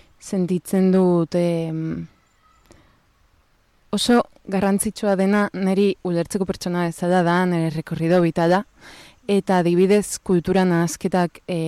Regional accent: Cádiz, Andalusia, Spain; Eta pues azkenean pizkanaka lortu zuten pues establezitzea Andaluzian eta hor jaio ginen gu ni ta nera izpa. Eta Kadizen egon ginen bizitzen

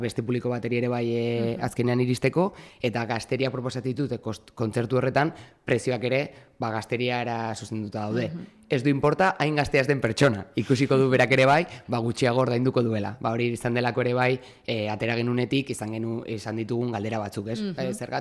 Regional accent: Irun, Basque Country, Spain; baina Irundarra naiz

